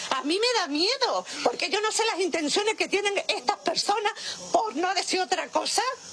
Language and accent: Spanish; Spain; Porque nosotros somos españoles como los que más.